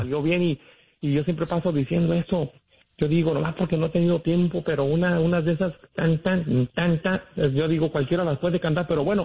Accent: Mexico; Yo sé en el lugar que estamos los mexicanos.

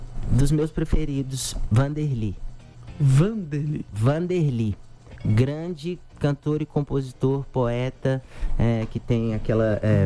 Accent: Belo Horizonte, Minas Gerais, Brazil; accent: mineiro; Eu sou da zona leste de Belo Horizonte, de um bairro que chama São Geraldo.

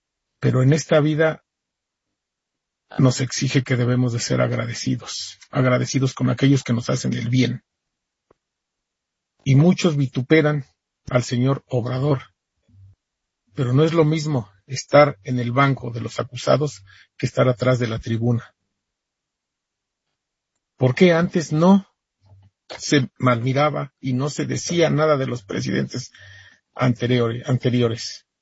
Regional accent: Mexico; en lugar de que como mexicanos nos unamos para luchar en contra de los vendepatrias

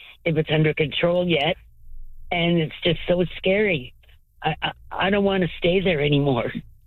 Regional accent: Ontario, Canada; born or raised there; moved away

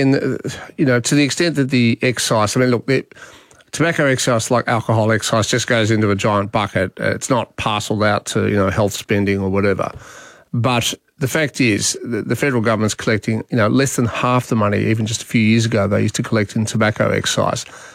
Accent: Australia; Apparently, at the Olympics the year before last, we we being the Australian Olympic team

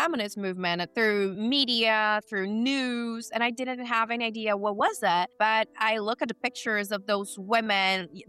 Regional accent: São Paulo, Brazil; born or raised there; moved away as an adult; now in United States

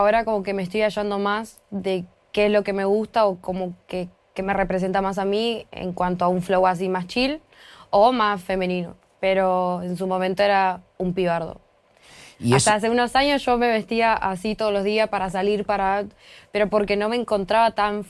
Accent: Buenos Aires, Argentina; Yo, de Mataderos.

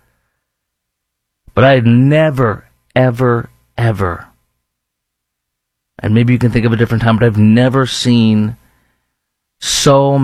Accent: Chicago, Illinois, United States; now in Dallas, United States; I'm born and raised in Chicago.

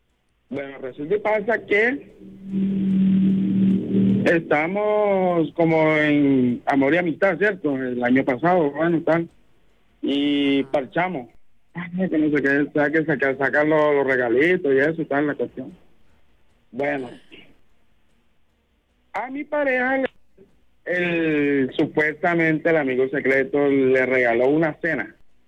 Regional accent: Caribbean Region, Colombia; O sea, yo vivo acá en Salta del Valle, pero yo soy costeño. Estoy en la región Momposina.

